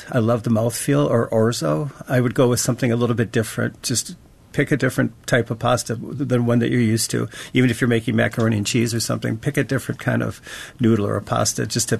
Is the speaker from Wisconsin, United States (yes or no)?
yes; Marshfield, Wisconsin, United States; also born or lived in Madison / Colorado; Growing up in central Wisconsin, we didn't have fish boils. There's always fish fries growing up in Marshfield. Come to Madison, move out to Colorado, come back here, decide to go to culinary school.